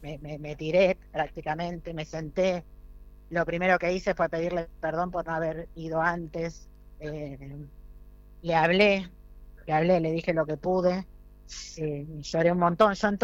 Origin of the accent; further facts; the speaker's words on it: Argentina; no soy una argentina más, soy una argentina que lleva el apellido de un héroe de Malvinas